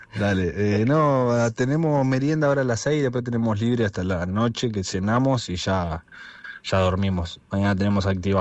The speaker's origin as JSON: {"language": "Spanish", "town": "Tigre", "region": "Buenos Aires Province", "country": "Argentina", "said": "De Tigre, Buenos Aires, zona norte."}